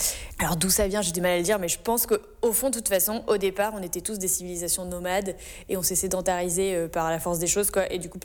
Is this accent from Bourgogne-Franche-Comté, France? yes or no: no; Nouvelle-Aquitaine, France; Moi, je viens de la Charente. Mes parents, ils étaient agriculteurs et j'ai grandi vraiment tout le temps dans la nature, assez libre, à jouer dehors, à faire plein de choses comme ça. Mais je suis pas du tout née dans une famille de voyageurs